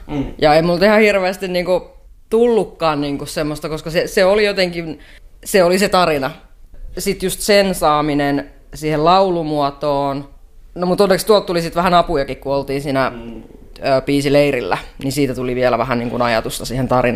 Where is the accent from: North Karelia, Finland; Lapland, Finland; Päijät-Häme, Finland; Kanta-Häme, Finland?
Kanta-Häme, Finland; Parola; now in Menkijärvi, Finland; Mä oon lähtöisin Parolasta, Kanta-Hämeestä.